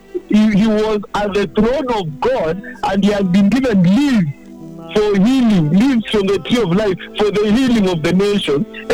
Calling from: Kiambu County, Kenya; You can imagine how right now I'm calling from Jomo Kenyatta University here, and just down here we have the Institute of Medical Research.

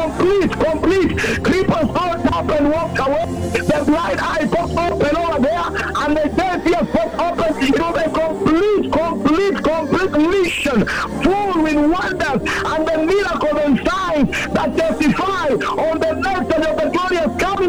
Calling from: Nairobi, Kenya; I'm calling you from Kariobangi, Nairobi.

